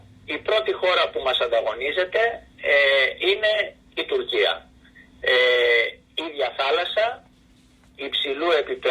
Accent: Greece

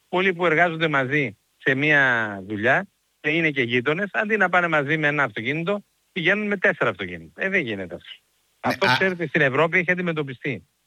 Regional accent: Greece

